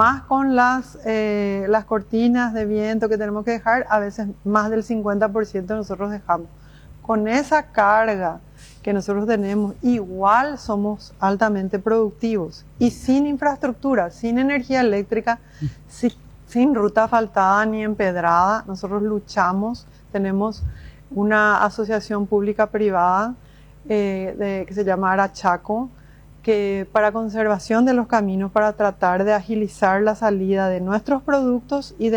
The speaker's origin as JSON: {"language": "Spanish", "town": "Agua Dulce", "region": "Alto Paraguay", "country": "Paraguay", "said": "nosotros somos de Agua Dulce, del distrito de Bahía Negra."}